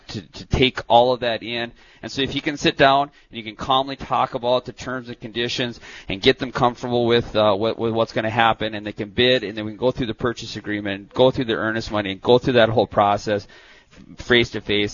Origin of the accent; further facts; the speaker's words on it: Minnesota, United States; moved away as an adult; now in North Dakota, United States; I grew up in West Central Minnesota.